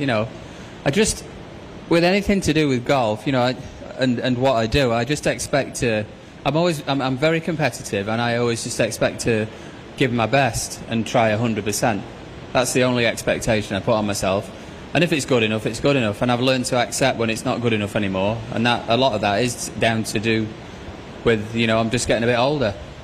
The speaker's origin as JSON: {"language": "English", "town": "Worksop", "region": "East Midlands", "country": "United Kingdom", "said": "just a young lad from Worksop"}